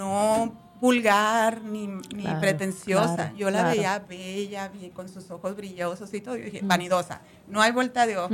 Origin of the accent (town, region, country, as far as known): Mexico; moved away as an adult; also born or lived in United States; now in Puerto Rico